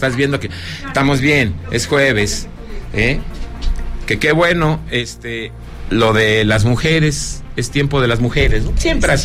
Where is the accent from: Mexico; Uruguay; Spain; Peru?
Mexico; Mexico City; O sea, yo hasta parece que nací en Jalpa, pero yo soy de la colonia Doctores de la Ciudad de México. Soy más autóctono, más artesanal.